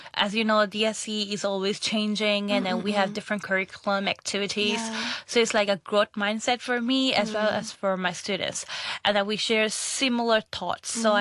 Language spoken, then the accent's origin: English; Hong Kong; growing up in Hong Kong as an ethnic minority